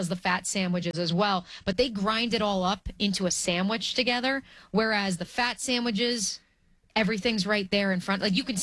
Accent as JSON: {"language": "English", "region": "New Jersey", "country": "United States", "lives_now": "Florida, United States", "said": "I'm from Monmouth County, so like we're right there in that geographic center point. Central New Jersey is real, Keith. So yeah, I say sub. But now I've also lived in Florida for 8 years"}